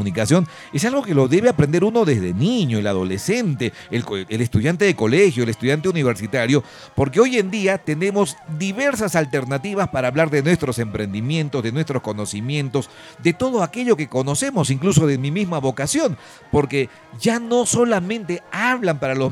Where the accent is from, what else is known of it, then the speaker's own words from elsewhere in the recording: Peru; en el Perú, en mi país, en nuestro país